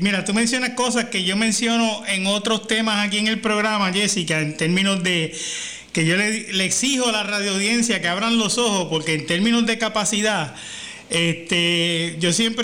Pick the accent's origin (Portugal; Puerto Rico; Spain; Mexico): Puerto Rico; uno como puertorriqueño